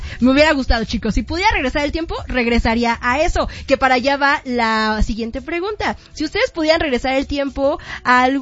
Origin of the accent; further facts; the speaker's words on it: Acapulco, Guerrero, Mexico; yo soy de Acapulco, Guerrero. Entonces, saber que muchas de las canciones de … nacieron en mis tierras, que son guerrerenses.